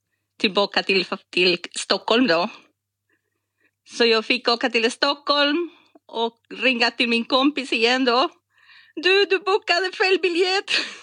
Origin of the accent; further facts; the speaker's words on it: Costa Rica; Swedish is a second language; moved away; Ja, jo. Jag kommer från Costa Rica. Och har studerat i Polen då på 90-talet.